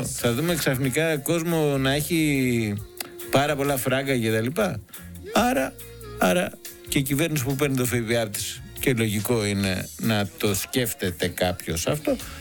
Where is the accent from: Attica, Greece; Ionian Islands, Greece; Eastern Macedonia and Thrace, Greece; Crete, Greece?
Crete, Greece; Kissamos; Στην Κίσα μου, αγόρι μου γλυκό, που ξέρεις ότι είναι μια μεγάλη πόλη, ας πούμε, για τα δεδομένα των μικρών χωριών της Κρήτης. Η Κίσα όμως έχει το Καστέλι. Έτσι, έχει εξελιχθεί σε μια αρκετά μεγάλη πόλη. Έχει αρκετές δραστηριότητες, έχει αναπτυχθεί τουριστικά κατακόρυφα